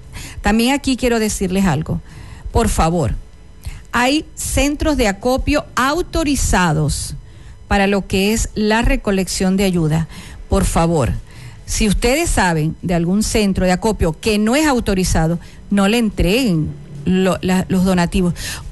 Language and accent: Spanish; Venezuela; nosotros como venezolanos